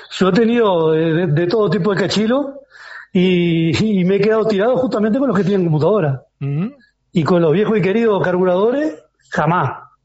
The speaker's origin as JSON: {"language": "Spanish", "country": "Uruguay", "moved": "as an adult", "lives_now": "Paraguay", "said": "yo hace años que no vivo en Uruguay, pero ya cuando yo me vine"}